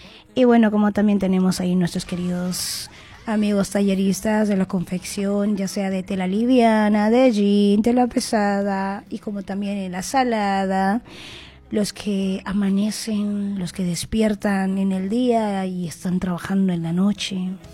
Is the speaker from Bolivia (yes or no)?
yes; Bolivia; now in Argentina; nos hacemos ver como los bolivianos que vienen para trabajar a un país diferente